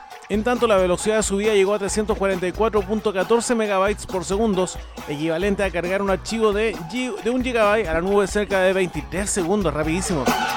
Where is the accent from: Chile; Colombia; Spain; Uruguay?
Chile; Imagínate, somos la ciudad chilena con la conexión de internet fija más rápida del mundo.